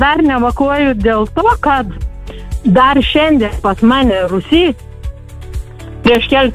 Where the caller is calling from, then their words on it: Samogitia, Lithuania; kaip mes žemaičiai sakom